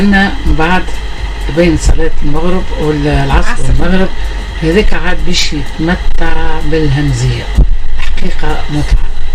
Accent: Mahdia, Mahdia Governorate, Tunisia; moved away; هي اني تولدت غادي في برج الراس مسقط راسي اني ولدت في برج الراس في قلب برج الراس

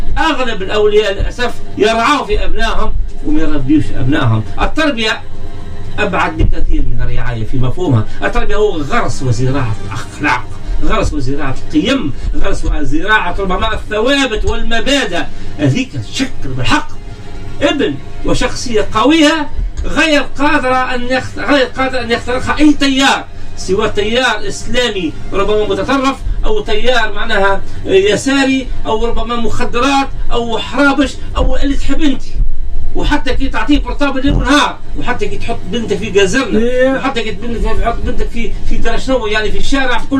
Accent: Tunisia; عندنا في تونس

